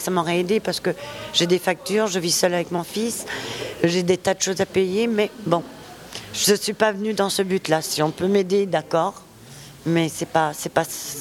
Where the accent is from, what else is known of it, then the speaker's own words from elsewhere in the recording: Spain; now in France; Ça fait 40 ans que je suis en France. Je suis toujours espagnole.